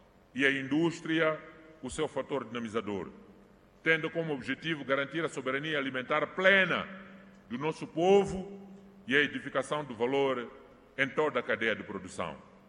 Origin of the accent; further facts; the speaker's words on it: Mozambique; Estes recursos devem beneficiar o povo moçambicano e a todos nós como moçambicanos.